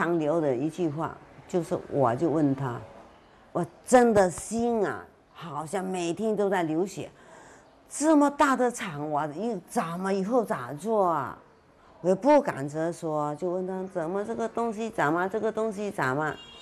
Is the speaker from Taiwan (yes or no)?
no; Chaozhou, Guangdong, China; 我们潮州的习惯，就早上起来一定要泡功夫茶来吃